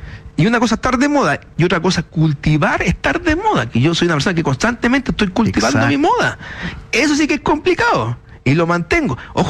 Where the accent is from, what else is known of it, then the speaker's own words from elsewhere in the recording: Puente Alto, Santiago Metropolitan Region, Chile; Yo vengo de Puente Alto